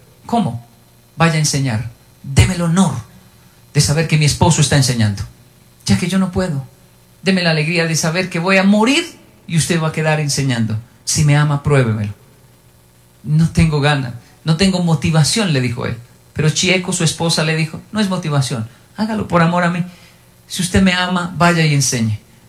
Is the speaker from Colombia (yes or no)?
yes; Colombia; also born or lived in Japan; Yo debería ser así, que soy latino, colombiano